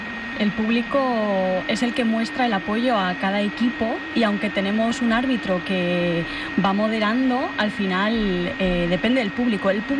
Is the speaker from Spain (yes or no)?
yes; Cuenca, Castilla-La Mancha, Spain; moved away as an adult; now in Bilbao, Spain; yo soy de Cuenca. Y me mudé a Bilbao teletrabajando